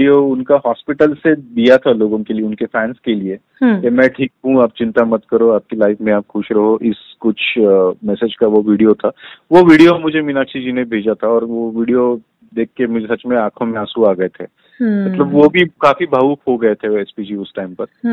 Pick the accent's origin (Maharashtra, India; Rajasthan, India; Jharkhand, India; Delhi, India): Maharashtra, India; Phaltan; now in Hyderabad, India; हम यहाँ हैदराबाद में रहते हैं, और मेरी माता जी है, वो मेरे होम टाउन पल्टन में रहती है।